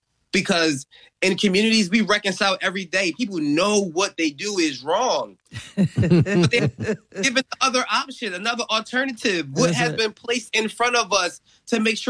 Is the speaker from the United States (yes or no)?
yes; Philadelphia, Pennsylvania, United States; I'm someone who grew up here in Philly, born and raised here in Philly. Both parents from North Philly. My grandmom lived in Johnson Homes for over 50 years. That's where I was raised. I was raised in Johnson Homes.